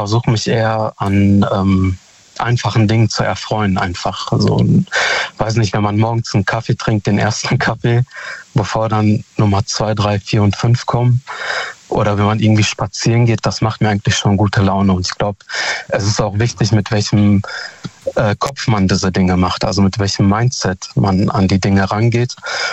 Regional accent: Hamm, North Rhine-Westphalia, Germany; Hallo Daniel … ich komme aus Hamm.

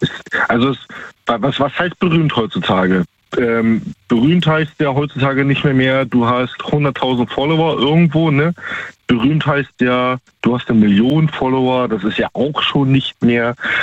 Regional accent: Baltic coast, Germany

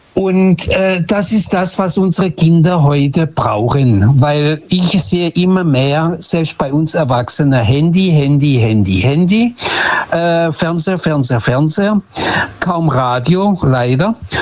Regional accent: Lisbon, Portugal

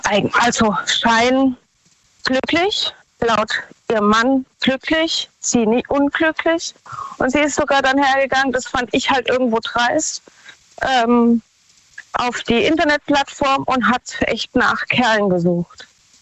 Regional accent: Ettlingen, Baden-Württemberg, Germany; Von Baden-Württemberg, nähe Karlsruhe.

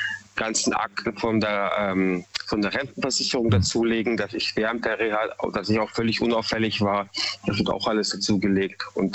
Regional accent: Munich, Bavaria, Germany; now in Freiburg, Germany; Also ich bin ursprünglich aus Bayern, mhm, ja, Münchner Kindl. Und bewusst bin ich damals eben nach Eichstätten, also nach Freiburg gezogen, um mich einfach so ein bisschen zu distanzieren.

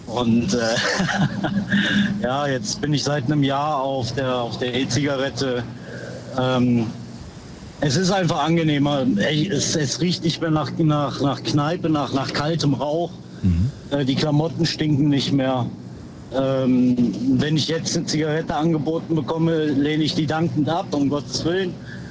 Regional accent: Düren, North Rhine-Westphalia, Germany; Immer noch aus Düren.

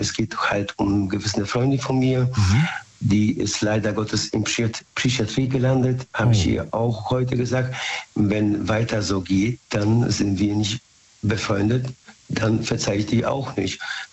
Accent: Bad Godesberg, North Rhine-Westphalia, Germany; Aus Bad Godesberg, haben wir schon gesprochen.

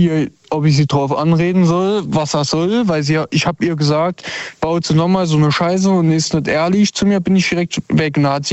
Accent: Saarland, Germany; Ich komme aus dem Saarland.

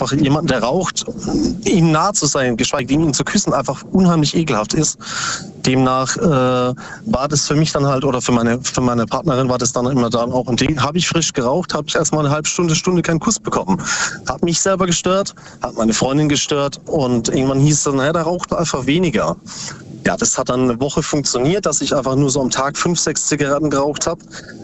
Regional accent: Bruchsal, Baden-Württemberg, Germany; Aus Substadt Weiher, nee, Bruchsal.

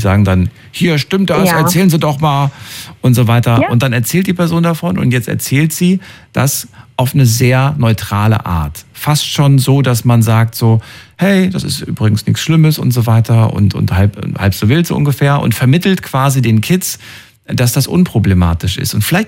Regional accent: Thuringia, Germany; Früher, bin ja aus Thüringen und so weiter. Und da war FKK ganz normal, ne, in der ehemaligen DDR.

